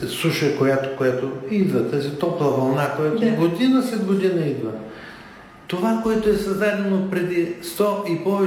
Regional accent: Plovdiv, Plovdiv Province, Bulgaria; Питате ме като пловдивчанка

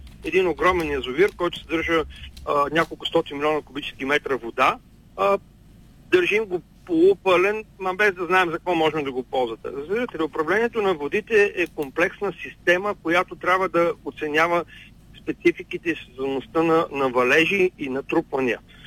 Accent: Northwest Bulgaria, Bulgaria; и аз съм от Северозапада, моите родители, и аз имам родини, които работят в Козлодуй

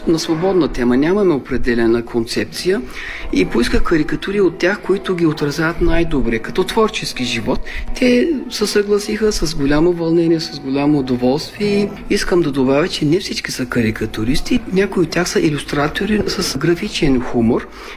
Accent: Aytos, Burgas Province, Bulgaria; moved away as an adult; also born or lived in Boyna, Kardzhali Province / Sliven; now in Bursa, Turkey; И аз съм израснал в Айтос и всички ми спомени за България са покрай Айтос. Затова аз използвам

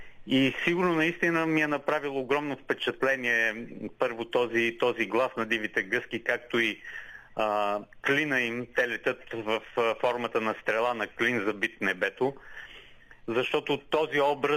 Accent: Northwest Bulgaria, Bulgaria; аз съм родом от Северозапада, това е един наистина магичен край.

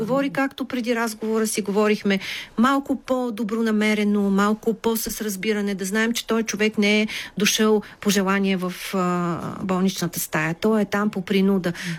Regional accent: Lyubimets, Haskovo Province, Bulgaria; moved away; в моя роден край в Любимец

